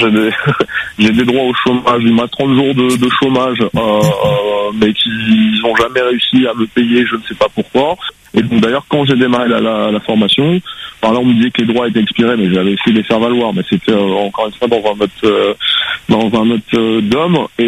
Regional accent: Réunion; moved away; Là, moi, je suis natif de La Réunion, mais je suis revenu à La Réunion depuis le mois de janvier de l'année dernière.

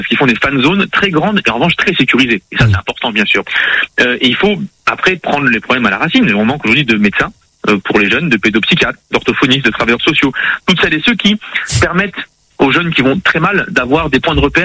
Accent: Toulouse, Occitanie, France; Alors, pour le coup, en tant que Toulousain, hein

